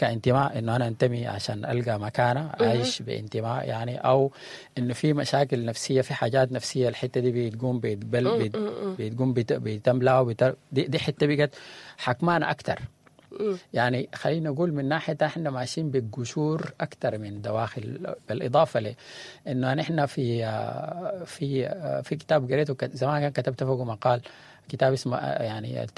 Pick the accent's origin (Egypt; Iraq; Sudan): Sudan; اللي نحن عايشينه يعني كسودانيين